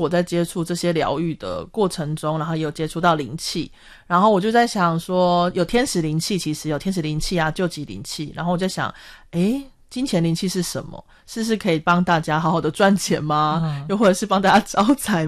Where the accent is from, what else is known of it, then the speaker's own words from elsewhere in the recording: Japan; Chinese is a second language; 对，然后我是一个日本人，